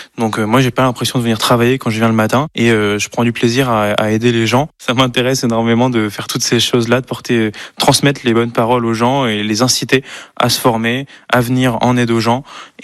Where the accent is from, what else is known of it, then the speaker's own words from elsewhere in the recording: Châteauroux, Centre-Val de Loire, France; je suis originaire de Châteauroux, j'habite à Châteauroux.